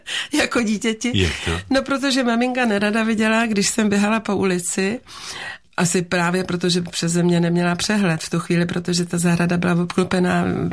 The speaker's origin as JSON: {"language": "Czech", "town": "Žirovnice", "region": "Vysočina Region", "country": "Czechia", "tie": "born or raised there", "said": "jsem si odvážela z rodného domu, když už jsem se stěhovala ze Žirovnice, takovou velkou krabici různých knoflíků"}